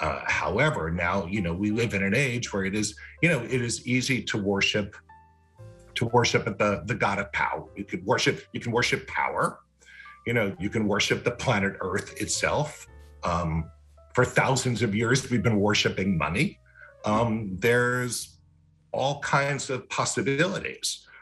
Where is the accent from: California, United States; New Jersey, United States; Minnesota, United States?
New Jersey, United States; Teaneck; I grew up in Teaneck, New Jersey in the 1960s and 70s. My faith education did not come in schools. It came at home, and it came at the Teaneck Jewish Community Center, and it came at religious school